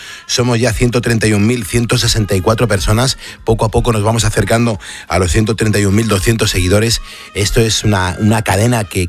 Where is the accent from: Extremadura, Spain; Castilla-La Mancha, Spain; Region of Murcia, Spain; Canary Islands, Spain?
Castilla-La Mancha, Spain; Cuenca; Y soy de Cuenca.